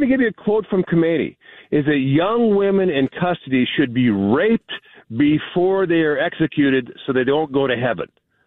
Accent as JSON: {"language": "English", "country": "United States", "said": "I'm an American like you, And look, you know, people throw rocks at us all day long."}